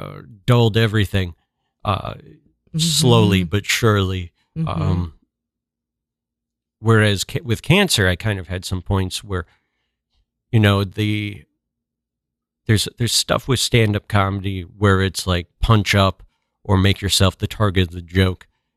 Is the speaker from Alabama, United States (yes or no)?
no; Minneapolis, Minnesota, United States; moved away; I'm from Minneapolis, so things were going on here.